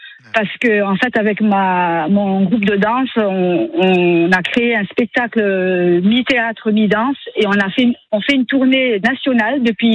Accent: Madagascar; now in France; Moi, je venais d'arriver de Madagascar en 91.

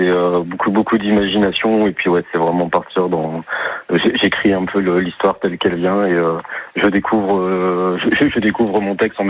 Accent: Hauts-de-France, France; moved away as an adult; now in Boucau, France; Donc moi je suis natif du Pas-de-Calais

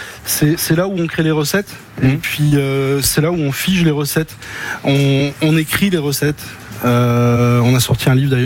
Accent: Provence-Alpes-Côte d'Azur, France; now in Burgundy, France; on est natif aussi de Provence.

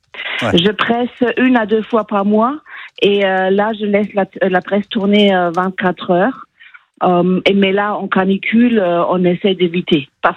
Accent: Germany; French is a second language; now in Limeux, France; moi, ça s'entend peut-être un tout petit peu, je ne suis pas originaire berrichonne. À peine. Je viens de l'Allemagne.

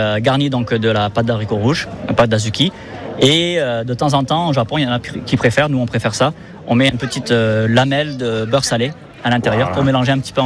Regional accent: Rieux-Volvestre, Occitanie, France; moved away as an adult; also born or lived in Thailand / Japan; Je suis même de Rieux-Volvestre

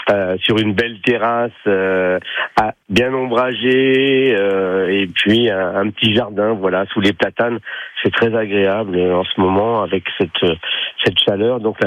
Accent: Tours, Centre-Val de Loire, France; moved away as an adult; also born or lived in Paris / Versailles; now in Blesle, France; Tout d'abord en Touraine, où je suis originaire de Tours, puis sur Paris, Deauville, Hôtel Royal, des hôtels et restaurants étoilés.

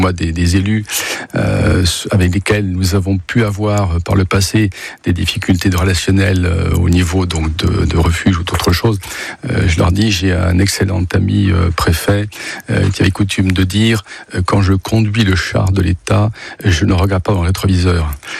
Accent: Salindres, Occitanie, France; born there; ouvert sa première pharmacie à Salindre, un petit village à côté d'Alès, et donc c'est totalement par hasard que je suis né dans le Gard.

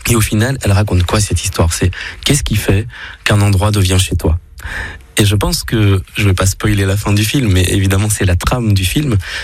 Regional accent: Belgium; also born or lived in India; Moi, je suis né en Inde. J'étais adopté en Belgique.

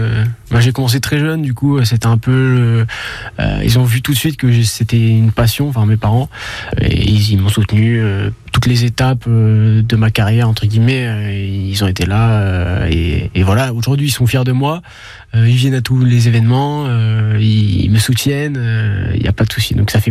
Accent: Caen, Normandy, France; je suis né ici, à Caen, du coup. Et j'ai grandi ici, plus dans la campagne, du coup, aux alentours. Mais bon, j'étais au collège ici, à Caen

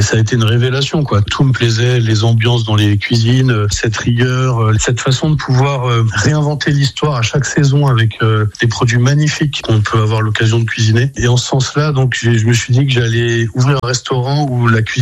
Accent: Nouvelle-Aquitaine, France; now in Carnac, France; J'ai grandi au Pays Basque, d'où le nom.

